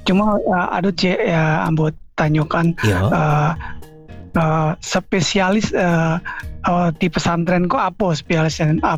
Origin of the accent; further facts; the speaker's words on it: Wonogiri, Central Java, Indonesia; Asli Jawa Tengah, Wonogiri.